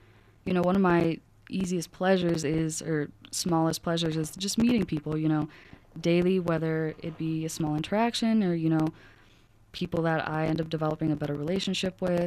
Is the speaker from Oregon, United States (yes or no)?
no; Denver, Colorado, United States; I'm from Montbello, and I was born and raised there. So more or less off of 56th and Peoria.